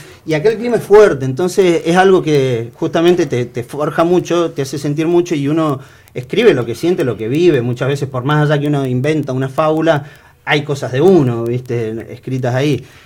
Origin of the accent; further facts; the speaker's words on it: Mendoza, Argentina; Yo soy mendocino. Yo soy mendocino